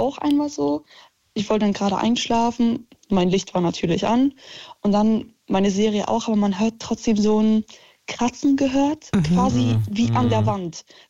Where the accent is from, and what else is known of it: Poland; now in Germany